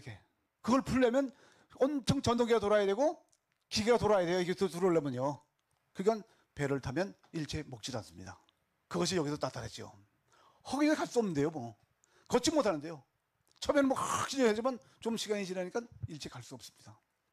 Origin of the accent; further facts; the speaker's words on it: North Korea; now in South Korea; 해서 난 북한 놈 맞아. 그렇게 폭로해버렸어요.